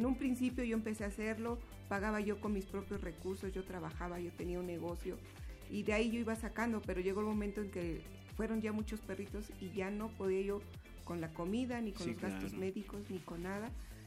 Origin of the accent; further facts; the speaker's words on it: Guerrero, Mexico; moved away; also born or lived in Apizaco, Tlaxcala; Yo viví aquí 10 años, por cuestiones de la vida yo tuve que regresarme a Majac de Guerrero, que es el lugar, mi pueblo ahí, y yo soy originaria de ahí.